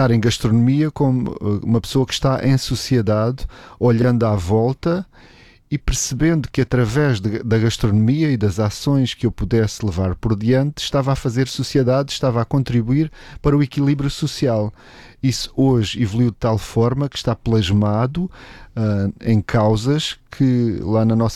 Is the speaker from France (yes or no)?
no; Algarve, Portugal; moved away as an adult; now in Lisbon, Portugal; Então, eu vim lá do Algarve para Lisboa para estudar Direito e depois quis a vida que eu alinhasse aí para outras atividades.